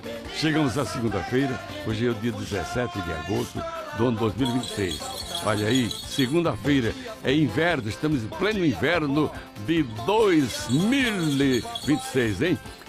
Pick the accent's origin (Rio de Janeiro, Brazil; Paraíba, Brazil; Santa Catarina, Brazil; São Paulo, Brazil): Paraíba, Brazil; Catingueira; born there; Eu nasci nas Catingueiras, entressadas de Cipó. Viajei de caminhão junto com o Manecotó.